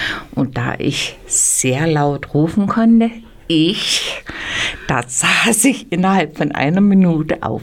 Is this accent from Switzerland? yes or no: no; Ehrenberg, Germany; Ich bin auch geboren in Ehrenberg, bin auch in die Schule gegangen